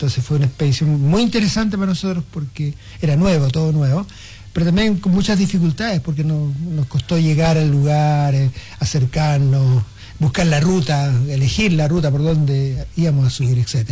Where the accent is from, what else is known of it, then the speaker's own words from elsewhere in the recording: Osorno, Los Lagos, Chile; yo soy originario de Osorno, y en la zona Huilliche, que yo me crié en Osorno